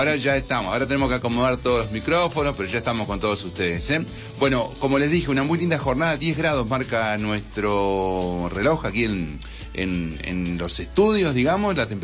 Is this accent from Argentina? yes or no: yes; Patagonia, Argentina; nosotros somos Patagonia.